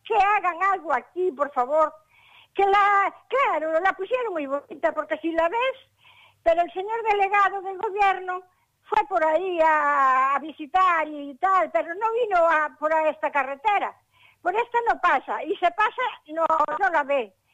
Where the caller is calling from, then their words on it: Tenorio, Galicia, Spain; Pues yo llamo de aquí, de Tenorio, lugar de Calvelo.